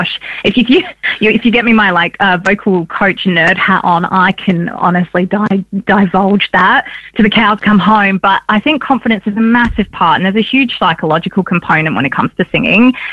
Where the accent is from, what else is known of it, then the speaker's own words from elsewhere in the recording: Adelaide, South Australia, Australia; No shade to Adelaide. I do love my hometown, but, you know, Melbourne's got the goods.